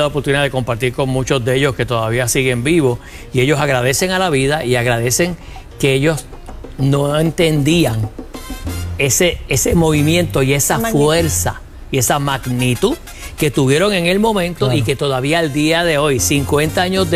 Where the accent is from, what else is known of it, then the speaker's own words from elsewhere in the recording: Mayagüez, Puerto Rico; estoy en mi pueblo en Mayagüez.